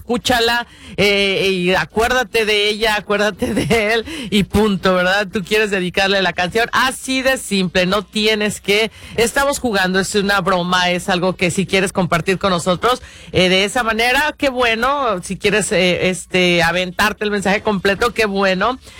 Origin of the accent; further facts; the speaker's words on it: Guadalajara, Jalisco, Mexico; Yo soy Tapatía